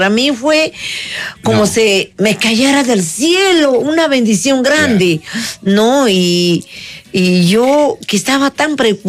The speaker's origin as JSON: {"language": "Spanish", "country": "Peru", "lives_now": "Lima, Peru", "said": "somos peruanos. Yo me vestiré de otra forma o hablaré de otra forma, pero pertenezco a este capital de Lima, Perú"}